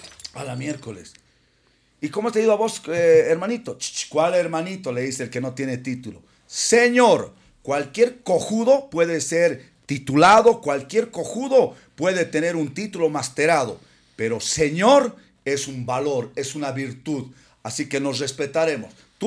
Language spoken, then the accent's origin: Spanish; Bolivia; no somos humildes los bolivianos.